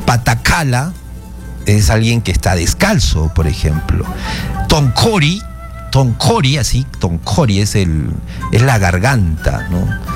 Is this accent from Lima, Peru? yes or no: no; Arequipa, Peru; Nosotros no nos damos mucha cuenta de que arrastramos las palabras como si estuviéramos cantando.